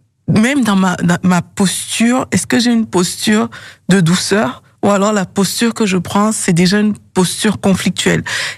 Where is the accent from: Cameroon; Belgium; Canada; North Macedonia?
Cameroon; moved away; moi, je viens du Cameroun, et au Cameroun, on peut parler d'une façon parfois très tic-tac, tic-tac, tic-tac, et ça peut être normal.